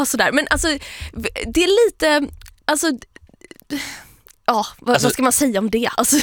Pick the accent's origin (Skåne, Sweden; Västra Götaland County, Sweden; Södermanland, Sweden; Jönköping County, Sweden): Västra Götaland County, Sweden; Gothenburg; Jag är från Göteborg.